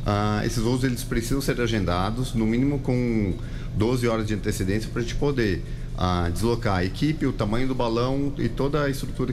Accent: Rio Grande do Sul, Brazil; now in Espírito Santo, Brazil; Eu sempre cito que eu venho do Rio Grande do Sul. O povo gaúcho é um povo extremamente bairrista

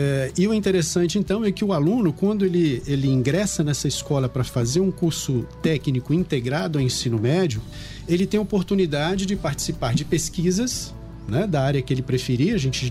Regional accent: Bela Aurora, Espírito Santo, Brazil; moved away as an adult; also born or lived in Viçosa / São Paulo / Vitória; Sou daqui, para quem não conhece, sou daqui de Bela Aurora, né, minha família é fiorese. Saí daqui em 89 para fazer graduação em matemática, em Viçosa.

